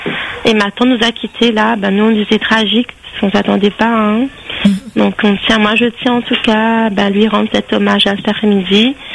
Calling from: Réunion; j'appelle en fait, je suis à Réunion

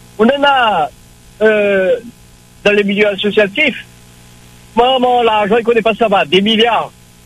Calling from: Saint-Denis, Réunion; Voilà, j'habite au Brûlé, rue Général de Gaulle.

